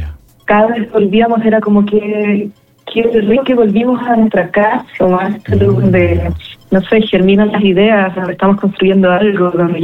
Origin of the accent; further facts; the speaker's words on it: Santiago, Santiago Metropolitan Region, Chile; no somos de los vilos, somos de Santiago.